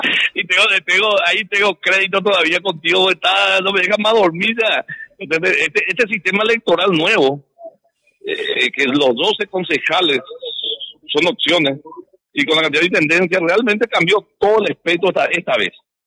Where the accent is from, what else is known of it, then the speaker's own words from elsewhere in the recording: Fram, Itapúa, Paraguay; soy frameño con identidad frameña. Y voto y ejerzo mi derecho en mi pueblo.